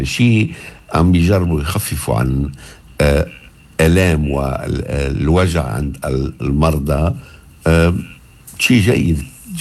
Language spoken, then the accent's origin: Arabic; Lebanon; now in Australia; عندنا نحن بلبنان